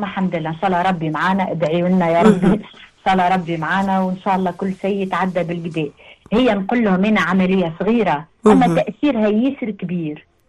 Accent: Tunisia; بلادنا تونس

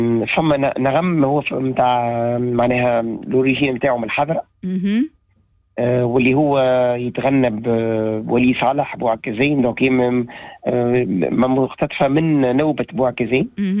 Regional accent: Tunisia; فخر لينا كتوانسة

